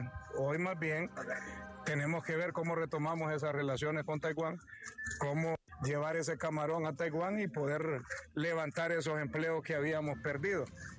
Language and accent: Spanish; Honduras; también como hermanos hondureños a los venezolanos